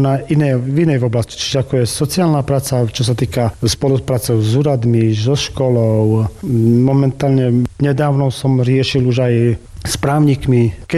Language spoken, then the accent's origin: Slovak; Družstevná pri Hornáde, Košice Region, Slovakia; pochádzam z vedľajšej dediny Drusovnej pri Hornáde.